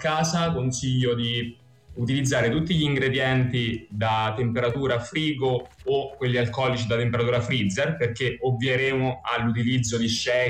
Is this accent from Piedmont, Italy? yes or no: no; Terni, Umbria, Italy; moved away as an adult; now in London, United Kingdom; Avevo 19 anni, sono di Terni, una città, diciamo, una provinciale, e volevo provare qualcosa di diverso, quindi sono trasferito a Londra